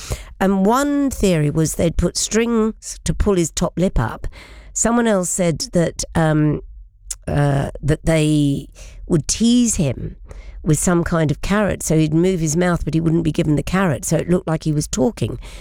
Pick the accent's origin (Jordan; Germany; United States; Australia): Australia; now in United Kingdom; Now, I grew up in Australia.